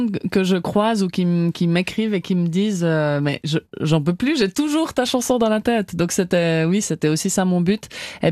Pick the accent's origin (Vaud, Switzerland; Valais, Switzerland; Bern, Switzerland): Vaud, Switzerland; Orbe; Je suis exactement de Orbe.